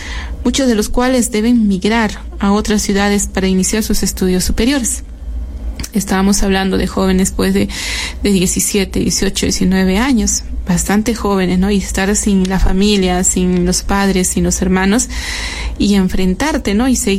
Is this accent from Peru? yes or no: yes; Peru